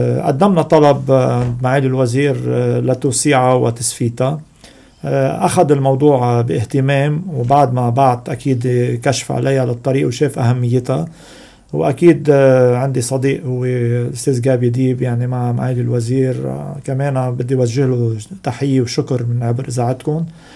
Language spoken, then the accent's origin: Arabic; South Governorate, Lebanon; بتقدر تسلكي طريق جزين بتمرقي على البلدة اسمها كفرفلوس قبل ضيعتنا